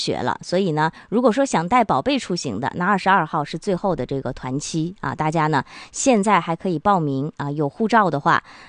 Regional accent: China; 那我们中国人管它叫海参崴呢，

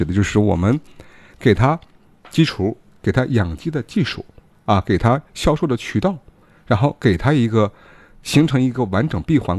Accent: Harbin, Heilongjiang, China; 更是我们本土企业啊向外展示我们家乡的一个重要窗口

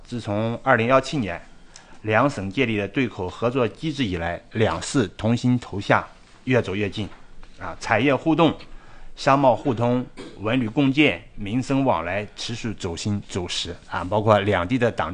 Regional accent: Shandong, China; moved away as an adult; now in Zhongshan, China; 但是我也是一个地地道道的这个山东人啊，在广东中山已经工作了20多年了。

